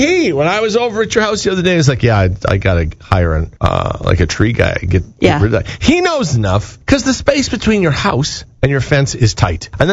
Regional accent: Tisdale, Saskatchewan, Canada; I can tell you, it was pretty special times to go to the old Melford fair when I was from Tisdale.

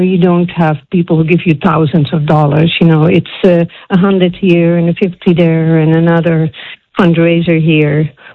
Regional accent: Netherlands; now in Gravelbourg, Canada; I was born in the Netherlands.

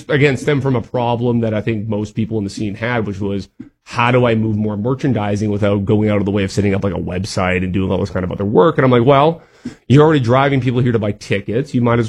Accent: Canada; We actually allow for e-transfer, being Canadian. That's a very well-trusted system here.

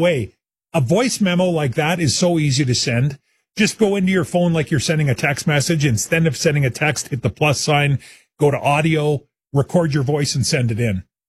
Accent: Saskatchewan, Canada; also born or lived in Alberta; I grew up in Saskatchewan, although I did live in Alberta for a year.

